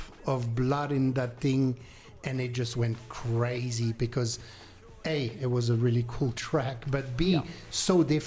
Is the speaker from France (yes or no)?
yes; Paris, Île-de-France, France; I remember growing up in Paris, hip hop was the biggest part of my life.